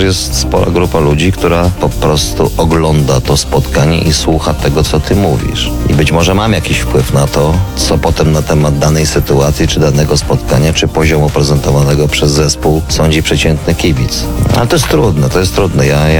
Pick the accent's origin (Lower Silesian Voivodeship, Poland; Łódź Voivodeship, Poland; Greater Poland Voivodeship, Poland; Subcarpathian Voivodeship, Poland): Subcarpathian Voivodeship, Poland; Dębica; moved away as an adult; now in Warsaw, Poland; ja jestem z Dębicy. Z Dębicy